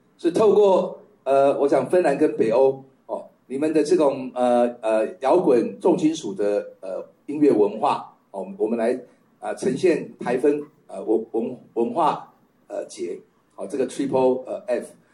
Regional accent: Taiwan

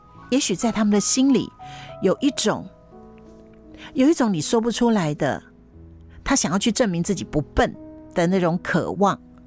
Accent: Taiwan; 我们台湾人说挑工就是这样来的。

